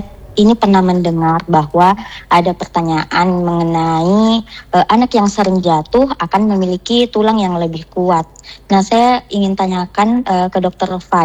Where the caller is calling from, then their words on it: Maros, South Sulawesi, Indonesia; Ini Kak, saya dari Rara di Maros.